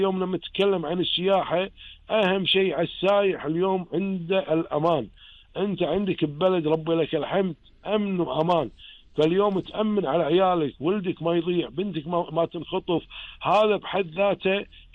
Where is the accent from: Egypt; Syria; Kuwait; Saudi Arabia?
Kuwait; هذا انا مو كوني انا كويتي